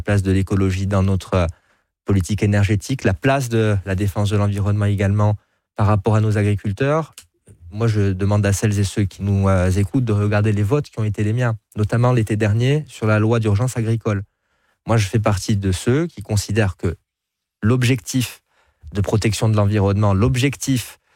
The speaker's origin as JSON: {"language": "French", "country": "France", "said": "en tant que Français, qui n'est donc pas directement concerné"}